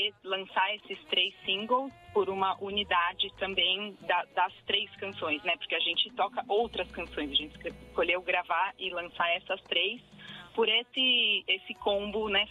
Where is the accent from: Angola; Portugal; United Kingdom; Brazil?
Brazil; Botucatu, São Paulo; Eu nasci em São Paulo, fui criada no interior, em Botucatu.